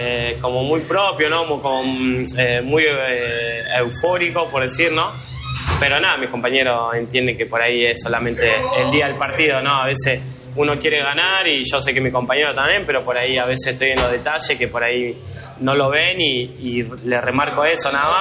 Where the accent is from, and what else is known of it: Quilmes, Buenos Aires Province, Argentina; born there